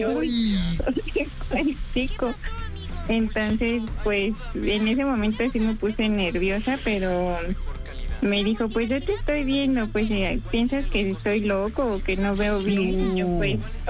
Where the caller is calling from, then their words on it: Álvaro Obregón, Mexico City, Mexico; Soy del Álvaro Obregón.